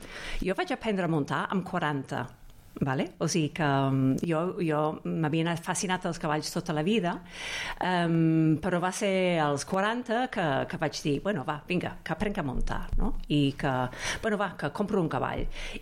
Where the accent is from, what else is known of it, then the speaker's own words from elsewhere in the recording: England, United Kingdom; Catalan is a second language; now in Catalonia, Spain; soc anglesa